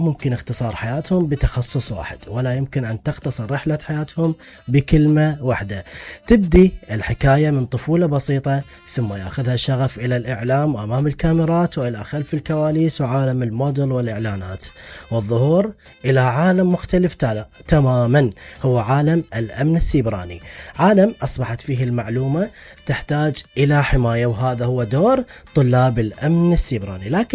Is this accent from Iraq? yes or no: yes; Iraq; عندنا في العراق